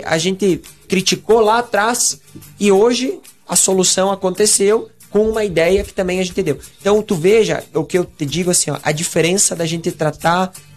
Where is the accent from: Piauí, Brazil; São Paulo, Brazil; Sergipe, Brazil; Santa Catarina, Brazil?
Santa Catarina, Brazil; Chapecó; tenho 26 anos, nasci e cresci em Chapecó